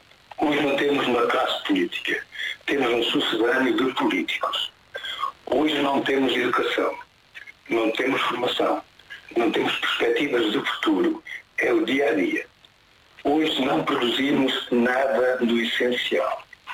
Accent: Norte, Portugal; moved away; Eu sou transmontano e dói-me muito, passar por lá, muitas vezes pela minha aldeia

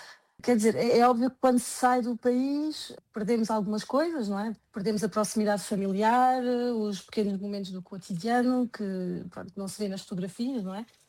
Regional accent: Portugal; moved away as an adult; eu saí de Portugal, como disse, em 2009, na altura à procura de oportunidades de desenvolvimento, porque na altura estava a acabar o meu percurso académico. E na altura de 2009, dificilmente encontraria tão rapidamente no meu país.

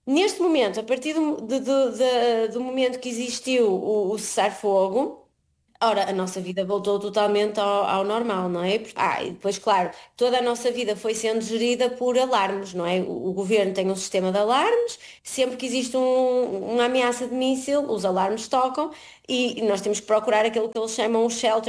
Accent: Portugal; moved away as an adult; now in Abu Dhabi, United Arab Emirates; eu enquanto portuguesa, pensei e achei, e assim fui criada, que era uma pessoa que realmente dava o meu melhor para respeitar o outro.

